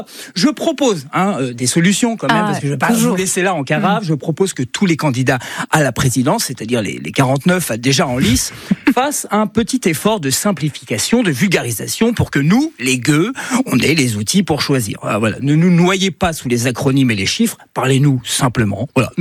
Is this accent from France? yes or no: yes; Corsica, France; en tant que Corse